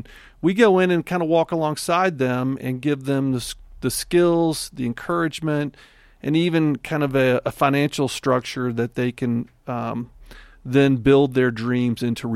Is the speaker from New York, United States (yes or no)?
no; Alabama, United States; I am the pastor from Alabama, and my head goes to that.